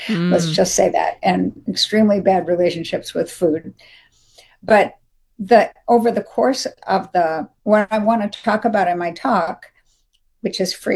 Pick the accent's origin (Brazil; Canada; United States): United States; Dayton, Ohio; born there; Yep, coming home to my roots, my roots. My yeah, I was born in Dayton.